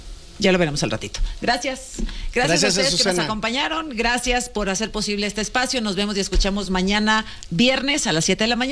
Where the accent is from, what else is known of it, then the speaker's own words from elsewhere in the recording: Nuevo León, Mexico; Muy conocido allá en Nuevo León, yo soy de Nuevo León